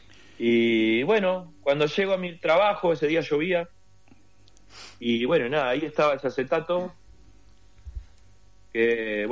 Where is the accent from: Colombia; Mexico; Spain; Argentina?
Argentina; born there; Y yo nací acá, soy argentino, pero mi familia toda es uruguaya. Y nada, me crié escuchando música uruguaya.